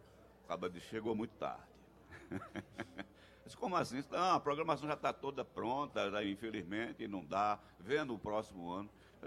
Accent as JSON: {"language": "Portuguese", "town": "Caruaru", "region": "Pernambuco", "country": "Brazil", "moved": "yes", "lives_now": "Recife, Brazil", "said": "Eu sou de Caruaru."}